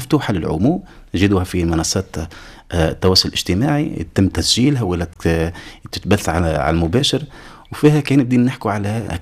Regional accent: Tunisia; في كل الفضاءات المرتبطه بالمجال الكبير اللي هي بلادنا تونس

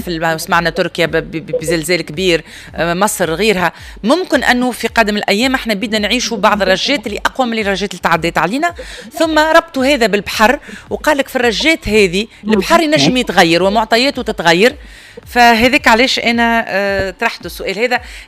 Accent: Tunisia; وملي احنا كبرنا معناها في تونس

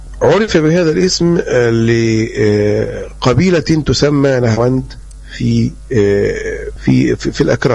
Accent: Egypt; عندنا في مصر

